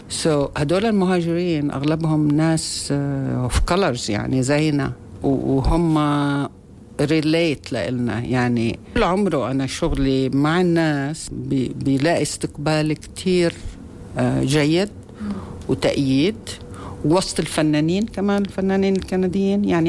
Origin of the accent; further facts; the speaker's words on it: Palestine; now in Canada; أنا فلسطينية